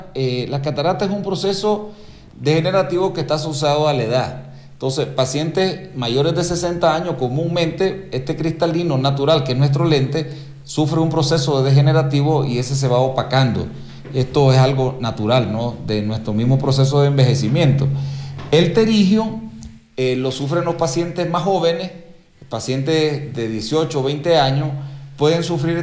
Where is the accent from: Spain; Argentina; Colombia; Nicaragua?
Nicaragua; moved away as an adult; now in Ecuador; yo soy de Nicaragua, mi preparación toda la hice allá en Nicaragua.